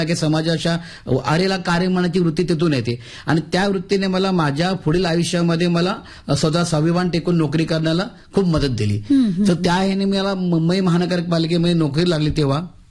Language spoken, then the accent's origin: Marathi; Mumbai, Maharashtra, India; मी ज्या भागात वाढलो लालबाग परळ मला माझ्या काकांनी 5 वर्षात असताना मुंबईला आणलं आणि त्यांनी माझ्या आयुष्याला आकार दिला